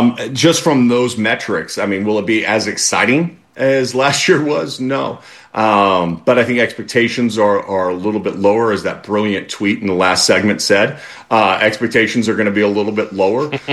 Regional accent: Bay Area, California, United States; growing up in the Bay Area, I wasn't really a Warriors fan.

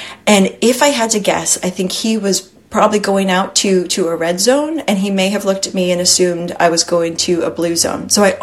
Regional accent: Texas, United States; I grew up in Texas. You know, I grew up in a really red spot.

